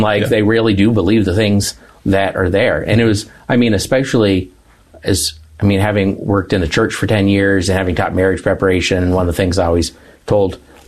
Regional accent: Tucson, Arizona, United States; also born or lived in Santa Barbara, California; now in the South, United States; I grew up in Tucson, Arizona.

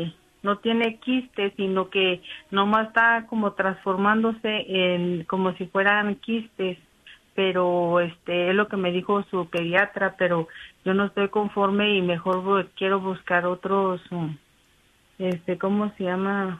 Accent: Miguel Auza, Zacatecas, Mexico; porque yo soy de Miguel Auza, Zacatecas, Pedrito, y ahorita se está inundando, Pedrito

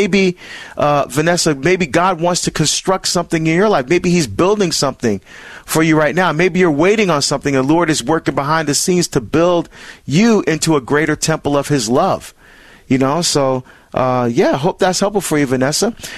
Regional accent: New Jersey, United States; Annie is calling from the great state, my home state of New Jersey

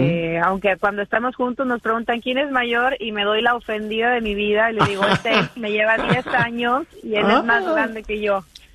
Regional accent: Tamaulipas, Mexico; moved away as an adult; now in Los Angeles, United States; yo soy de Tamaulipas, México, y soy la más chica de cuatro hermanos.

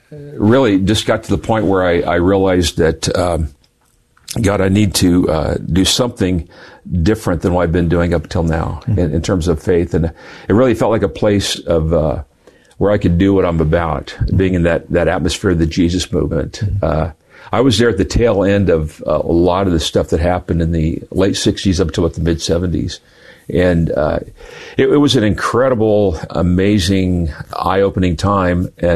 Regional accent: Wichita, Kansas, United States; Well, as a child, I grew up in Wichita, Kansas, which heart of the Midwest, yeah. And we're Scandinavian background

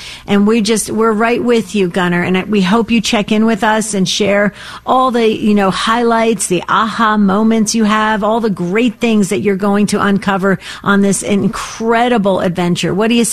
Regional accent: New Jersey, United States; now in Arizona, United States; I grew up in New Jersey, and it's, you know, it's the Garden State, so it's beautiful, lush, just rolling hills, just gorgeous. And I miss that very much

